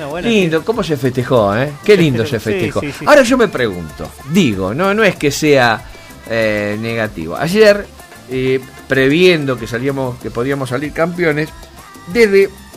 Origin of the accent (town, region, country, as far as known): Argentina